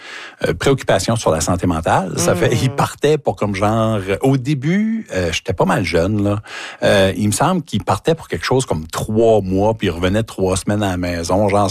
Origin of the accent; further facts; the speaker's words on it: Grand-Anse, New Brunswick, Canada; Ni l'un ni l'autre. Non. Je viens de Grand-Anse. C'est juste à côté d'Anse-Bleu.